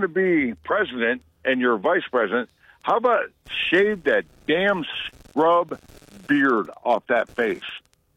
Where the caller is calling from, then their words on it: Ohio, United States; we're Ohioans